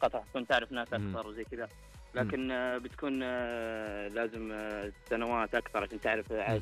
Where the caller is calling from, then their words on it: Al-Kharj, Riyadh Province, Saudi Arabia; من الخرج.